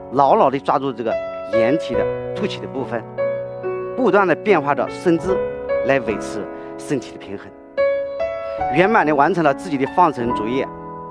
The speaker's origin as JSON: {"language": "Chinese", "town": "Wuwei", "region": "Anhui", "country": "China", "tie": "born or raised there", "said": "因为我的老家是在无为，它是鱼米之乡。"}